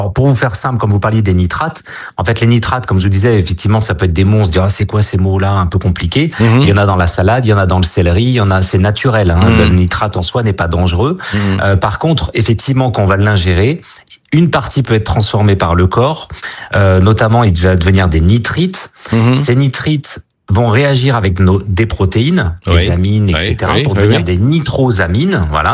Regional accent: Brittany, France; born there; Je tiens à dire quand même que moi je suis né en Bretagne et mon grand-père était charcutier.

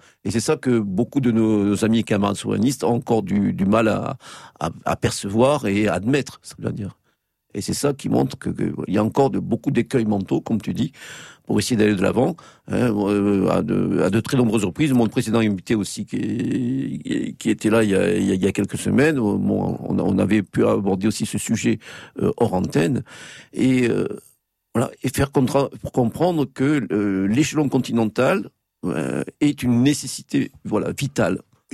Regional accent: France; en tant que Français

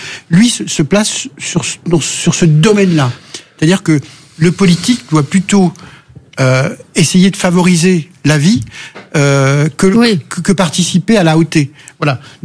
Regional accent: Auvergne-Rhône-Alpes, France; dans mon département, je suis originaire de l'Allier

